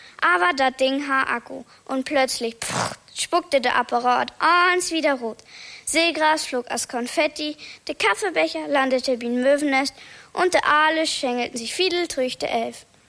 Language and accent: German; Neufeld, Schleswig-Holstein, Germany; Schönen guten Tag … ich komme aus Neufeld.